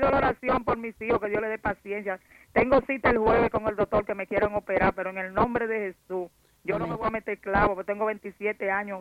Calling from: Higüey, La Altagracia, Dominican Republic; Yo soy de Higüey, sería 28, cumplí 28.

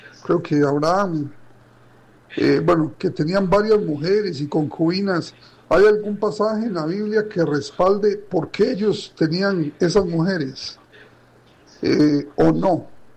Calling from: Grecia, Alajuela, Costa Rica; Les hablo desde Grecia.

